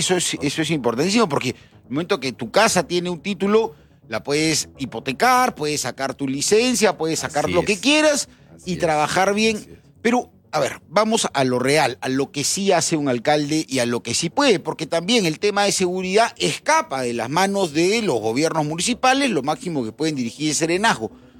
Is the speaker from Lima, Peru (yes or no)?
yes; Lima, Peru; Yo soy hijo de provinciano también, yo soy hijo de provinciano, primera generación de limeño